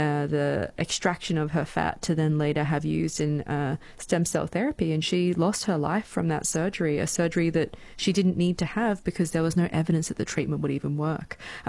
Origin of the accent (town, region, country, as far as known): Gold Coast, Queensland, Australia; born or raised there